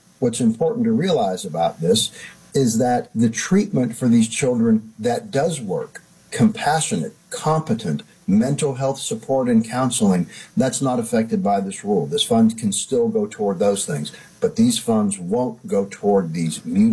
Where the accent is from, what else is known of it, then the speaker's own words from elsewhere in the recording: Alabama, United States; You know, I come from Alabama. And we've taken an incredibly strong stance early on in protecting our children.